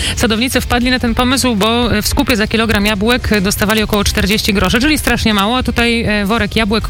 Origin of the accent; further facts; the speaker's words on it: Koszalin, West Pomeranian Voivodeship, Poland; ja z Koszalina pochodzę.